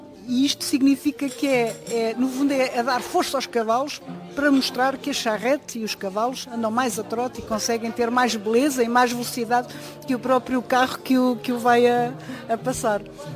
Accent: Santarém, Portugal; àquilo que eu vivenciei e aquilo que eu vi quando era menina e moça em Santarém.

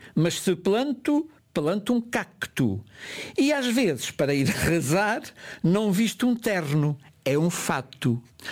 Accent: Portugal; nós em Portugal

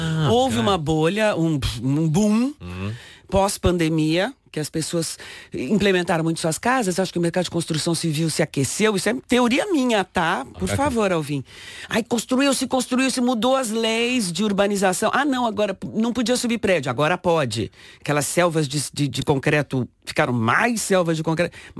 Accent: São Paulo, Brazil; um bairro onde só se fala japonês, onde eu sou de lá. São Paulo não é uma cidade que você sinta que ama, você se torna adicto.

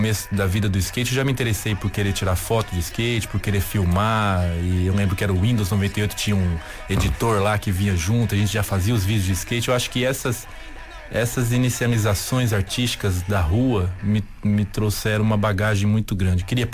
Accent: Amazon, Brazil; mistura de ser skatista, de ser pintor, de ser do interior da Amazônia, de viver aqui, de trabalhar como um artista, viver disso.

